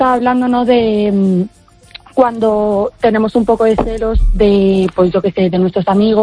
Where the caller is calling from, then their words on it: Valdoviño, Galicia, Spain; Desde Coruña, Valdoviño.